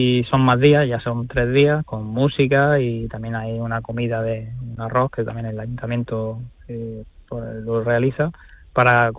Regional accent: Andalusia, Spain; Pues mi pueblo es un pueblo muy chiquitito, es un pueblo de sierra.

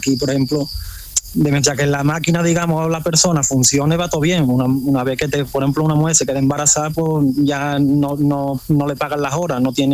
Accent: Seville, Andalusia, Spain; si Dios quiere, vuelvo ya a mi tierra y con mi gente, mis compañeros y mi centro de trabajo, que es Sevilla.

